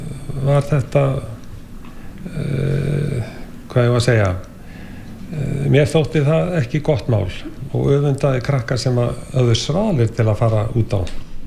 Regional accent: Reykjavík, Capital Region, Iceland; ég ólst upp á Skúlagötunni, Skúlagötu 62, nánar tiltekið

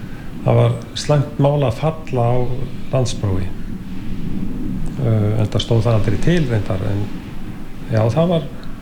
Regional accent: Reykjavík, Capital Region, Iceland; ég ólst upp á Skúlagötunni, Skúlagötu 62, nánar tiltekið

